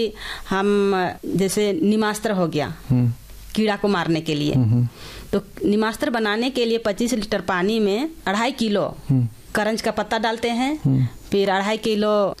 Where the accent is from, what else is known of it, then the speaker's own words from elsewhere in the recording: Jharkhand, India; और मैं कांके ब्लॉक से गागी गाँव से आई हूँ।